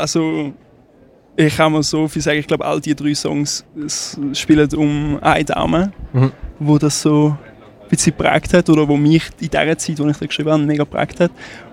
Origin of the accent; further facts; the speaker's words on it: Thurgau, Switzerland; now in Schaffhausen, Switzerland; Also ich komme, jetzt bin ich gerade wohnhaft in Schaffhausen, ja. Aber aufgewachsen bin ich im Thurgau.